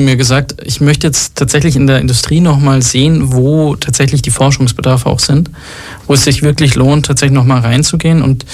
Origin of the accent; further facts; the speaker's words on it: Tunisia; Habe ich halt gesagt, meine Mutter kommt aus Tunesien. Ich Ich bin Tunesier.